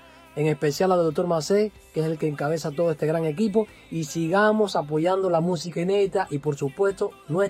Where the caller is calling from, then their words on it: Cuba; Por aquí les saluda …